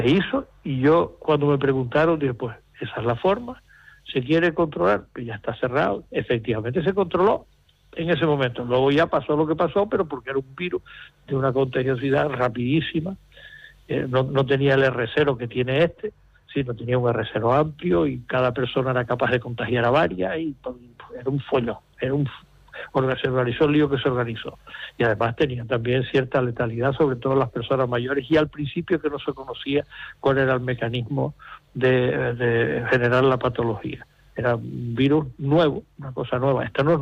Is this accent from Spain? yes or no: yes; Canary Islands, Spain; Yo me he sentido muy mal como canario. A mí me retrotrajo los años del franquismo que yo viví